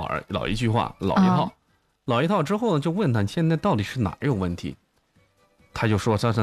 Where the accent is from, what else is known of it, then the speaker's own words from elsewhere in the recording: Bozhou, Anhui, China; 咱那个已经在亳州的土生土长这么多年了